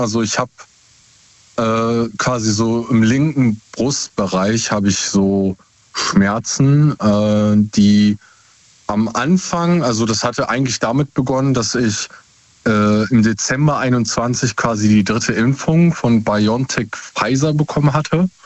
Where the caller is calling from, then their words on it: Essen, North Rhine-Westphalia, Germany; Aus Essen.